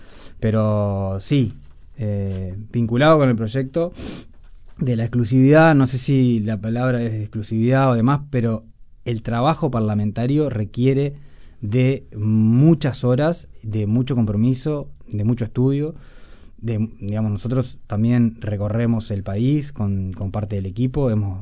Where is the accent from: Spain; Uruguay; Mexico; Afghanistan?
Uruguay; Salto; now in Costa de Oro, Canelones, Uruguay; Yo soy de Salto y ahora vivo en la costa canaria, por lo tanto considero que vivo afuera de Montevideo, si bien prácticamente 3-4 días por semana vengo a Montevideo.